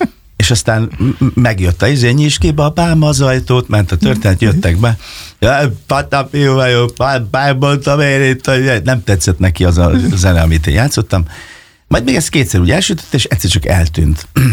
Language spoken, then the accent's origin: Hungarian; Fényeslitke, Szabolcs-Szatmár-Bereg, Hungary; born or raised there; also born or lived in Kisvárda